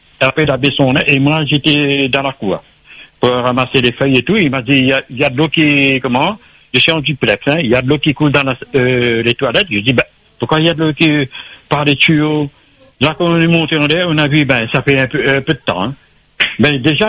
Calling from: La Possession, Réunion; J'habite à Sainte-Thérèse

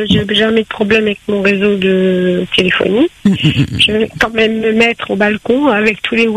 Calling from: Béziers, Occitanie, France; Moi je suis à Béziers, mais bon, moi je suis une nomade.

